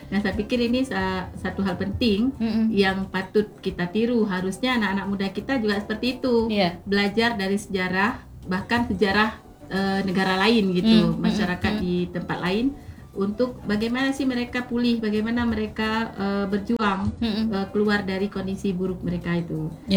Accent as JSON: {"language": "Indonesian", "region": "Aceh", "country": "Indonesia", "said": "Kita Aceh punya gitu."}